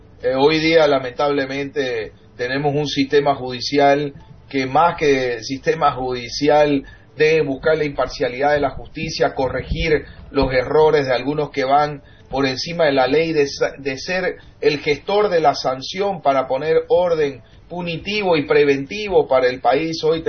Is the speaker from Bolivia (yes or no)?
yes; Bolivia; nosotros como ciudadanos, como familia boliviana